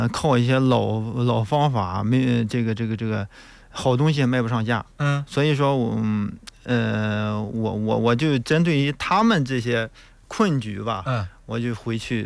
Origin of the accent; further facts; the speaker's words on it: Rizhao, Shandong, China; also born or lived in Qingdao; now in Feicheng, China; 我是老家是日照人。